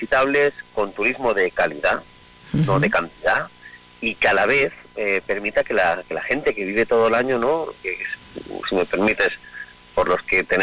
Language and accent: Spanish; Spain